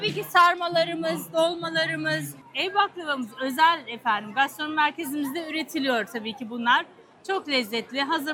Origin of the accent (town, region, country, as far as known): Osmaniye, Turkey